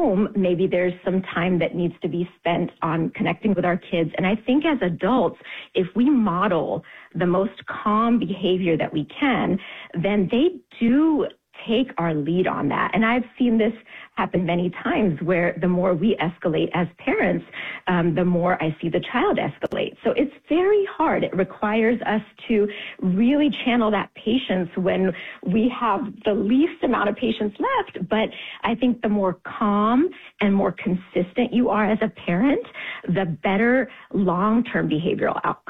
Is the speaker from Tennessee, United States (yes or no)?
yes; Tennessee, United States; born or raised there